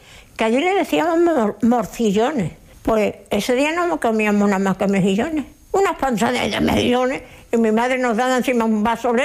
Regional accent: Spain; born there; nací en las Islas Chafarinas en el 1926

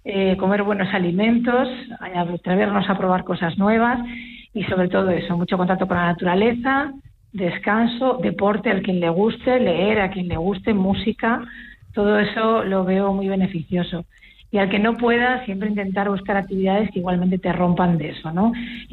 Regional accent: Galicia, Spain; Los gallegos acuden, como gallega que soy, muchos de ellos

